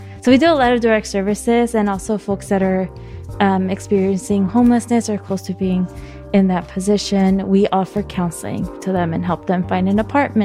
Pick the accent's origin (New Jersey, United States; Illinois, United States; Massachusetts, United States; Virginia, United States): Illinois, United States; Chicago; I was born and raised in Barden Park, and people are like, where's Barden Park? And I was like, right next to Back of the Arts, and they're like, I know where that is. I'm in Hyde Park currently.